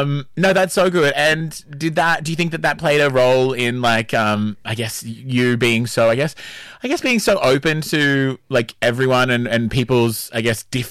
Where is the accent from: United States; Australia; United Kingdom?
Australia; Sydney, New South Wales; I also grew up around the Mascot area and Mascot East Lakes area, and it was very multicultural.